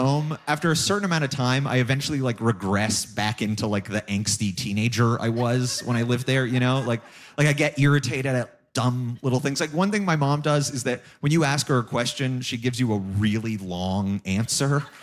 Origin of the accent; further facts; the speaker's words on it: Hamilton, Ontario, Canada; moved away; I'm from Hamilton originally